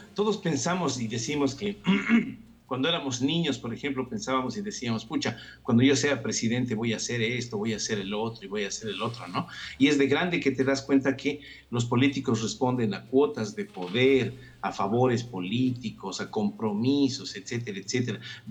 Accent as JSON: {"language": "Spanish", "country": "Bolivia"}